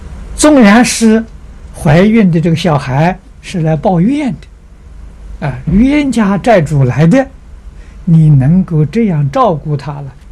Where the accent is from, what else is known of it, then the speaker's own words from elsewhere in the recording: China; 我们中国人